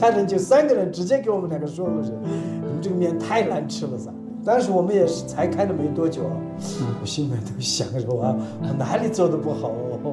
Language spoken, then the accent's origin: Chinese; Lhasa, Tibet, China; 我是从小在拉萨长大。